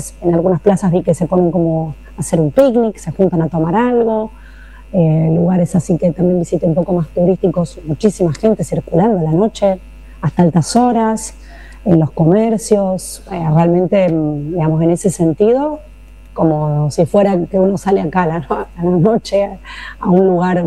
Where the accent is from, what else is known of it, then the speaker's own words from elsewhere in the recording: Argentina; te preguntaban de dónde sos, de Argentina